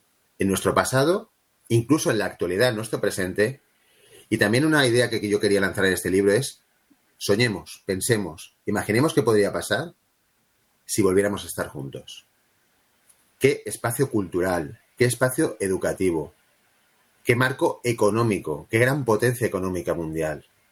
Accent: Valencian Community, Spain; yo, que soy valenciano

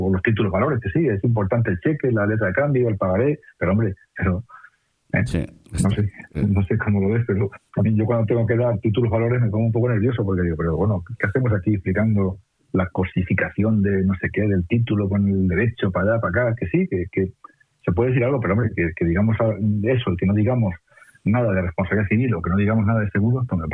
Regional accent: Almedina, Castilla-La Mancha, Spain; now in Madrid, Spain; Yo soy de, ya he dicho antes, de un pueblo muy pequeñito, de origen humilde. Mis padres eran mis abuelos agricultores. Y a mí me gusta, mi pueblo tiene ahora menos de 500 habitantes, además que pertenece desgraciadamente a la España vaciada

